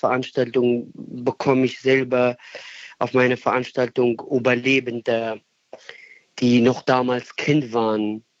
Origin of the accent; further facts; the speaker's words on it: Sinjar, Nineveh, Iraq; Ich denke an die Menschen, die wir verloren haben, an meine Familie, in meine Heimat Shingal.